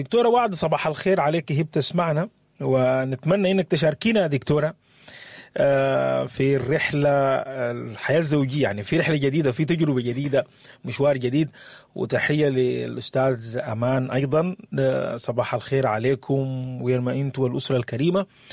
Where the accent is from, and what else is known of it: Sudan